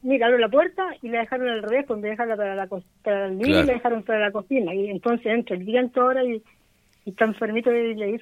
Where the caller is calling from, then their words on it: Malloa, O'Higgins, Chile; ¿Sabe que estaba llamando de acá de Malloa?